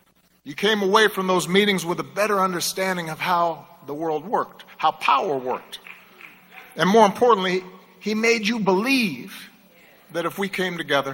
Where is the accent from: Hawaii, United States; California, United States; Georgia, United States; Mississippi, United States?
Hawaii, United States; moved away as an adult; because I grew up in Hawaii.